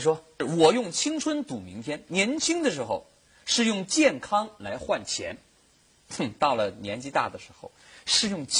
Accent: China; 我们中国人

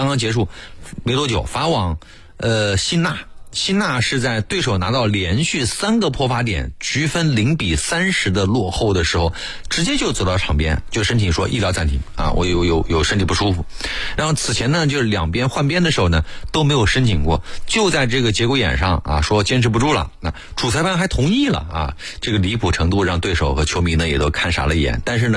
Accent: China; 我们中国人

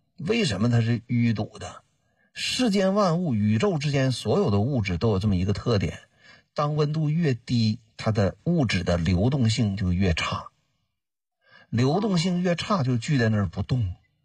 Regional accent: northern China, China; 你看我是北方人哈

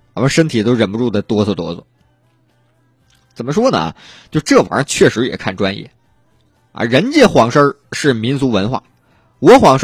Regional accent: Northeast China, China; 我们老家遍地都是熊瞎子，以前。但是那个年代我没经历过啊，那得我太爷爷再往上那一辈了啊，那时候的东北就是经常能长着熊瞎子，现在见不着了。

